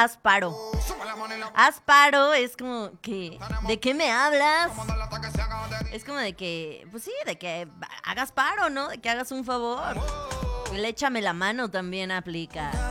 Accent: Mexico; ¿Cómo somos los mexicanos, verdad?

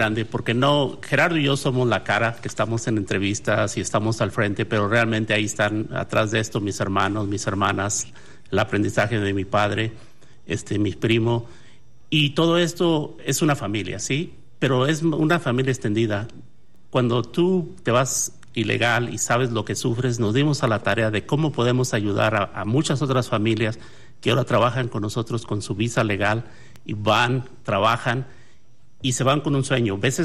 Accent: Mexico; nos voltean a ver como mexicanos

